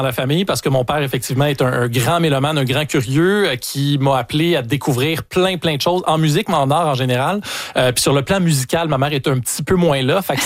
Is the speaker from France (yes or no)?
no; Repentigny, Quebec, Canada; On y est confronté aux … quand on vient quand on a grandi à Repentigny.